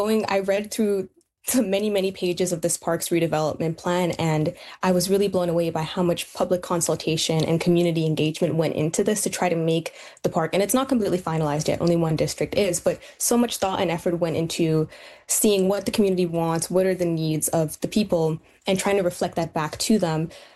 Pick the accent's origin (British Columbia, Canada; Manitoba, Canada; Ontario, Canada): British Columbia, Canada; Richmond; But growing up in Richmond City Centre, Richmond is an immigrant city. Richmond City Centre is an immigrant neighborhood.